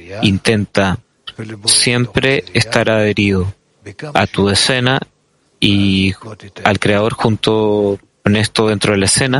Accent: England, United Kingdom; Spanish is a second language; Hablo hebreo, soy de Inglaterra.

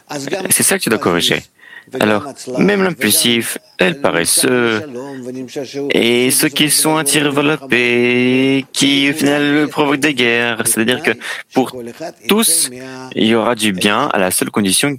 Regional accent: Israel; Je suis d'Israël. Je suis de beaucoup d'années en Israël.

